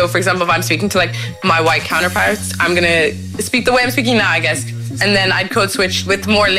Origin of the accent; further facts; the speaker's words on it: Ireland; I'm just gonna be like, oh, I'm Irish Nigerian. I always do mention Ireland. I love Ireland. I'm from Ireland. I grew up here, and also I spent much more time here than Nigeria. I've only been to Nigeria twice.